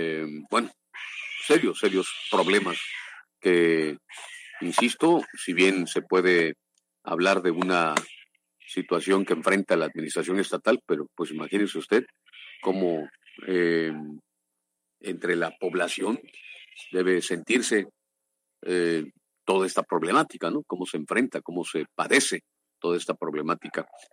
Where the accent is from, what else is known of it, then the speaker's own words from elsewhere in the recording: Oaxaca, Mexico; para nosotros como oaxaqueños, que en medio de la guelaguetza de este 2026